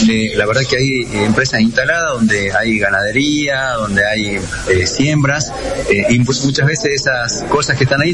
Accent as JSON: {"language": "Spanish", "town": "Tartagal", "region": "Salta", "country": "Argentina", "said": "yo soy de Tartagal, del departamento de San Martín"}